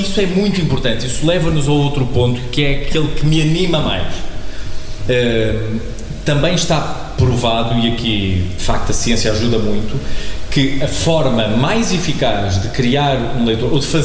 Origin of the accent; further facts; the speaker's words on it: Espinho, Norte, Portugal; also born or lived in Porto; eu nasci no Porto, e quando eu tinha 2 anos, os meus pais foram colocados em Espinho. E quando fomos para Espinho morar